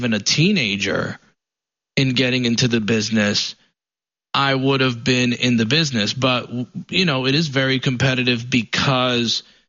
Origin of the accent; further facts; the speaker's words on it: Paterson, New Jersey, United States; I grew up in New Jersey, in Paterson, New Jersey. It was a really a decent-sized city, full of a lot of culture.